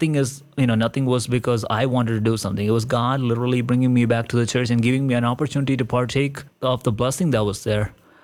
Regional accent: India; And even being growing up in India, I understand the culture of India and how the people of India think. And I understand the different religions that are practiced in India and stuff.

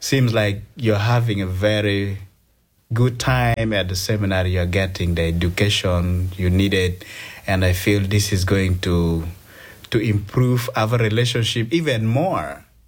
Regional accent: Uganda; moved away as an adult; now in United States; I'm from Uganda, Africa, in East Africa.

